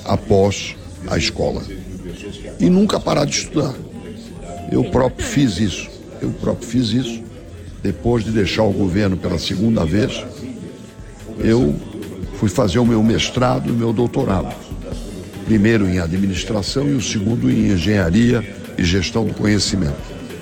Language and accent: Portuguese; Santa Catarina, Brazil; sou de Santa Catarina, pertenço ao estado de Santa Catarina